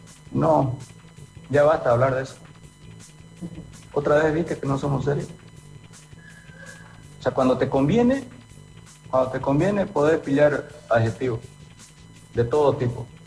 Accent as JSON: {"language": "Spanish", "country": "Bolivia", "said": "Que somos unos cambas de mierda"}